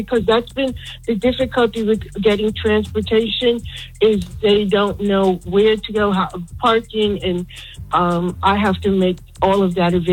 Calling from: Alexandria, Virginia, United States; also born or lived in Bronx, United States; I'm from Alexandria, Virginia. I'm calling about the ICE agents in the Bronx. I used to live there in Marble Hill.

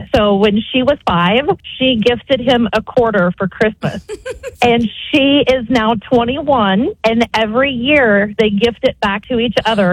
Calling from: Norman, Oklahoma, United States; from Norman.

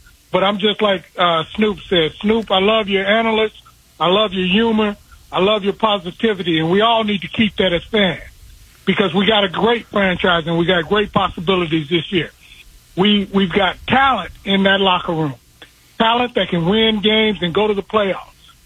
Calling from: Arizona, United States; I'm from Arizona. I've been a longtime fan.

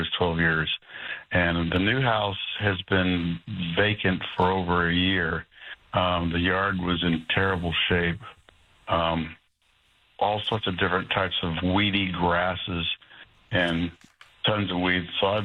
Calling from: Seguin, Texas, United States

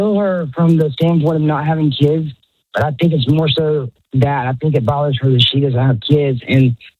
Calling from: Birmingham, Alabama, United States; Birmingham, Alabama.

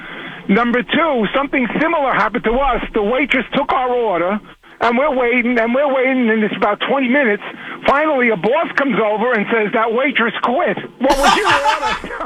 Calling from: Palm City, Florida, United States; I'm from Palm City.

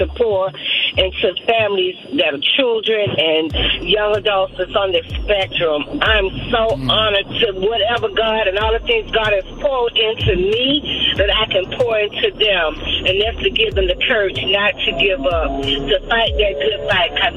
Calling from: Atlanta, Georgia, United States; I'm calling from Atlanta, Georgia.

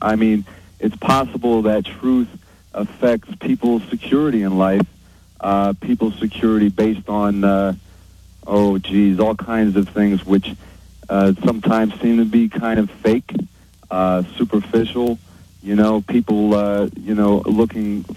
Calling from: Philadelphia, Pennsylvania, United States; from Philadelphia.

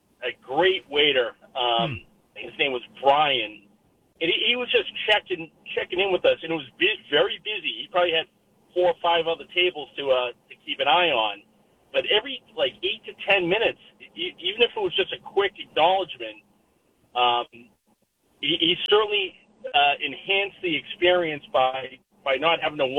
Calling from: Stoughton, Massachusetts, United States; I live in Stoughton

